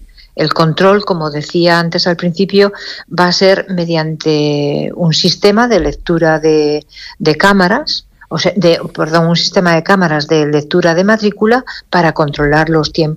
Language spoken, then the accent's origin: Spanish; Torrelavega, Cantabria, Spain; esas personas que somos de Torrelavega